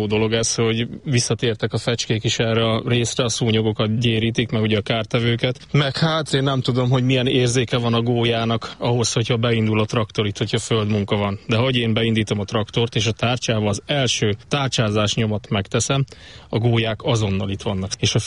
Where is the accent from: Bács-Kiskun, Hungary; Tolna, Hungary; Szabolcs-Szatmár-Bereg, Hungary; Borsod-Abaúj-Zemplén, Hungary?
Bács-Kiskun, Hungary; Kiskunmajsa; Hát itt Kiskunmajsán születtem, és ez mindig olyan város volt, amit víz vett körül. Tehát körbe lehetett Kiskunmajsát korcsolyázni.